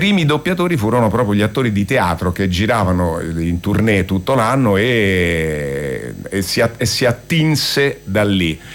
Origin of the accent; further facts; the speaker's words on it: Rome, Lazio, Italy; quando uno è romano come sono io e che parlando con voi si sente che sono romano